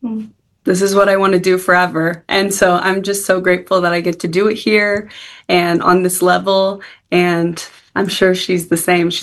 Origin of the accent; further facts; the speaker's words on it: Oklahoma, United States; I am born and raised in Oklahoma, and yeah, went to school here.